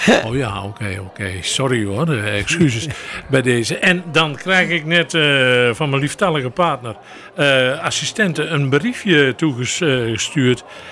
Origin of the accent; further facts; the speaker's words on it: Gelderland, Netherlands; Ik kom uit de Achterhoek